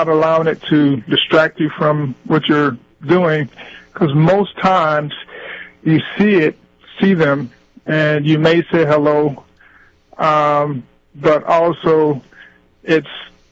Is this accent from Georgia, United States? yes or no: yes; Thomasville, Georgia, United States; I'm from Thomasville, Georgia.